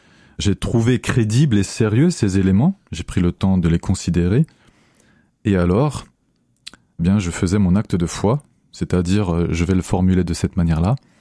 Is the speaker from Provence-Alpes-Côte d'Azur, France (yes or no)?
no; Grand Est, France; now in Limoges, France; je suis alsacien, j'ai 41 ans